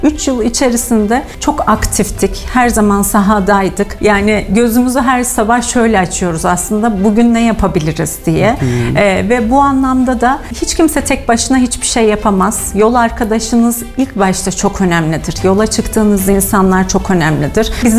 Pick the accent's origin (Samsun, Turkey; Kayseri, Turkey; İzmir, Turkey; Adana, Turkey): Kayseri, Turkey; Kayserliyim.